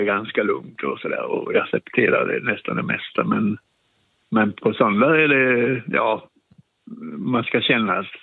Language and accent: Swedish; Canary Islands, Spain; now in Kalmar, Sweden; Ja, jag är från Kanarieöarna